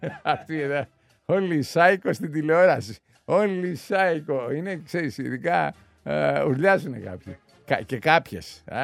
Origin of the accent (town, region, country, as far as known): Piraeus, Attica, Greece; born or raised there